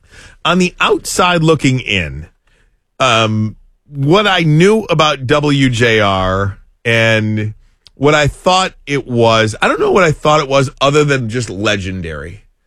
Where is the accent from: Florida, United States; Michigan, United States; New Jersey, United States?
Michigan, United States; Detroit; as a kid growing up in the Metro Detroit area in the state of Michigan